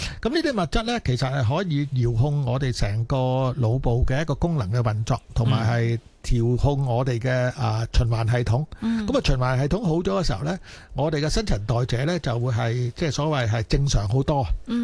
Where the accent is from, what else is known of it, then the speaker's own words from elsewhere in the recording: Guangdong, China; accent: Cantonese; 系啊，讲我哋广东话就比较土啲